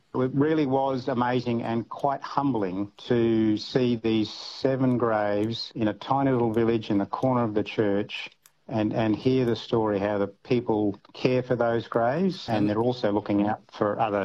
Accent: Queensland, Australia; We're from North Queensland.

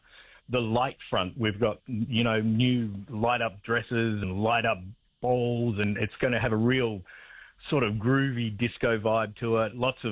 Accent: South Australia, Australia; But the irony of it is that I grew up in South Australia, and as an actor, I got a gig for the news, the Adelaide newspaper

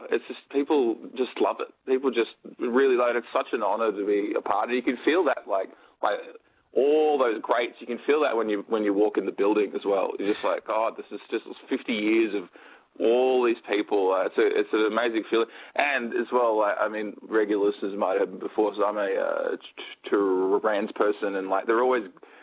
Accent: Sydney, New South Wales, Australia; born or raised there

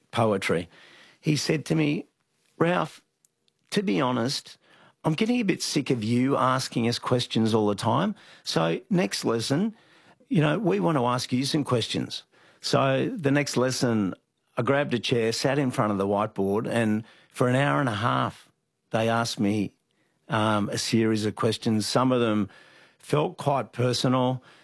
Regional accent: Sydney, New South Wales, Australia; So I grew up in Sydney, But I was a cricket tragic, along with my two brothers.

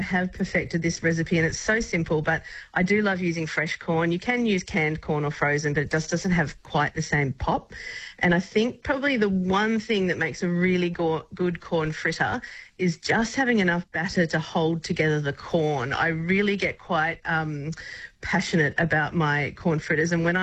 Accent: Melbourne, Victoria, Australia; now in Nyngan, Australia; I grew up down in Melbourne

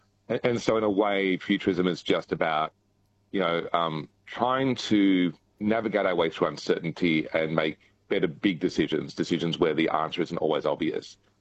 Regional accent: Perth, Western Australia, Australia; I grew up in Perth in WA

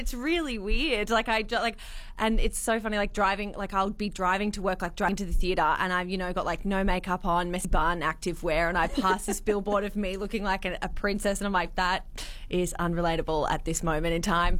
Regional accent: Toowoomba, Queensland, Australia; I grew up in Toowoomba

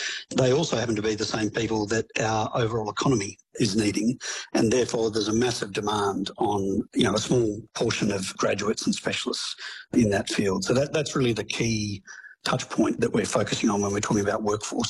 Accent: Australia; As an Australian, I'm slightly concerned.

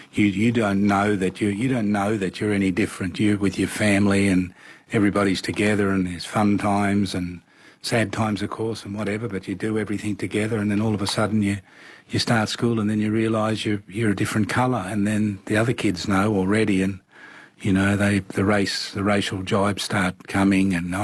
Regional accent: Alice Springs, Northern Territory, Australia; born there; and I was born in Alice Springs

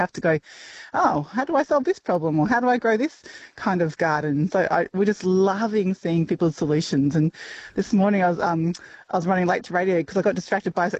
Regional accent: Brisbane, Queensland, Australia; because I grew up in Brisbane, sunny Queensland, my second favourite would have to be Stradbroke Island.

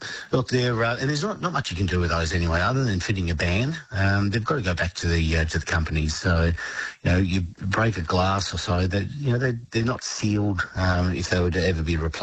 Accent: Melbourne, Victoria, Australia; as said, I'm from Melbourne. So I'd go into Melbourne, go to the watch.

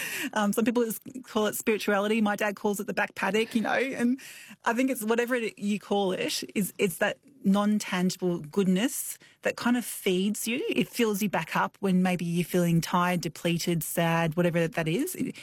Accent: Brisbane, Queensland, Australia; because I grew up in Brisbane, and when I go back there

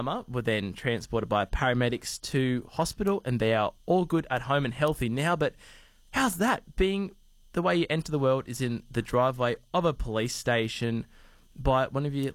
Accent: Australia; But as the Australian community, I think a lot of people were disappointed.

